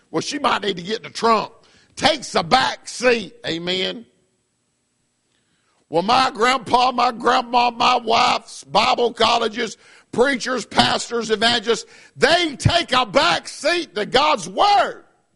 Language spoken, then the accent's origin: English; the South, United States; I'm from the South, I can say ain't.